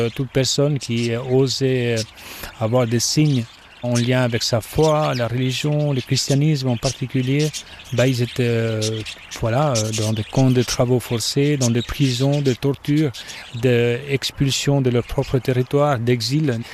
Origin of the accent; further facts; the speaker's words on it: Albania; moved away; Moi, je viens de l'Albanie, dans le pays d'un autre oiseau, c'est-à-dire l'aigle. Effectivement, alors, moi, je suis né en 1982